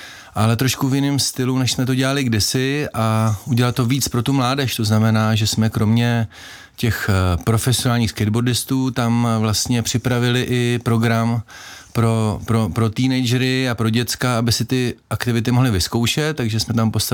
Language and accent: Czech; Hradec Králové, Hradec Králové Region, Czechia; also born or lived in Hořice; narodil jsem se v Hořicích, ale vlastně od dětství jsme žili v Hradci Králové